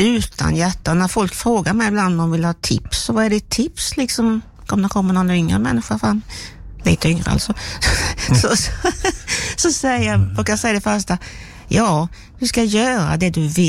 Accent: Steninge, Halland County, Sweden; moved away as an adult; now in Växjö, Sweden; jag trivs väldigt bra i Växjö, men jag saknar ju havet. Jag är ju som från Steninge, det ligger vid havet alldeles, och vårt gamla hus som finns kvar, det ligger nära havet

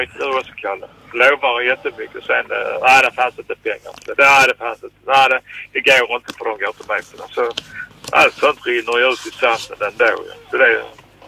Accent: Sweden; born there; att vi är födda i Sverige, du och jag och alla andra.

